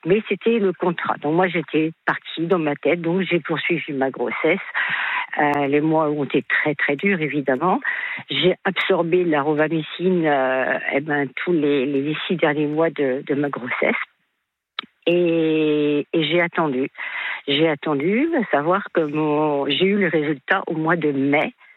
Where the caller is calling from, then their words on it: Brittany, France; je suis en Bretagne.